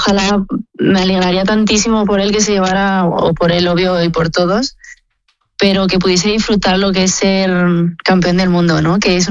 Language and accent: Spanish; Community of Madrid, Spain; no soy de Cimpozuelo, pero al final sigue siendo Madrid y sigo siendo madrileña